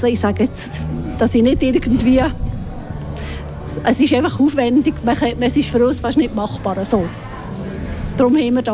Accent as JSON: {"language": "German", "town": "Därstetten", "region": "Bern", "country": "Switzerland", "said": "ich komme aus Därstetten und arbeite bei der Swiss Alpine Herbs."}